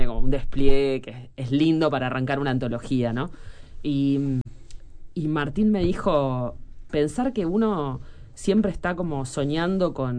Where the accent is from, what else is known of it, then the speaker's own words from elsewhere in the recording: Canelones, Uruguay; yo soy de Canelones